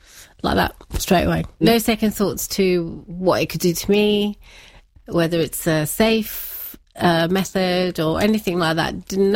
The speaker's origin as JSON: {"language": "English", "region": "Goa", "country": "India", "said": "because I'm actually originally from Goa."}